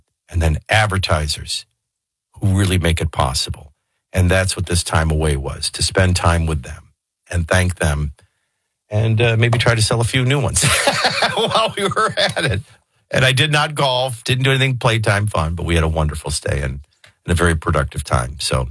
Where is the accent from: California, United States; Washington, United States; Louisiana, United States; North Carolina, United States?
Louisiana, United States; New Orleans; And I'm from New Orleans.